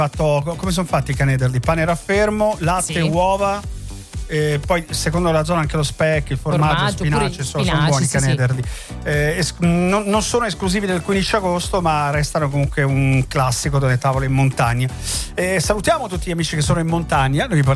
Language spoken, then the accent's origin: Italian; Campania, Italy; essendo campano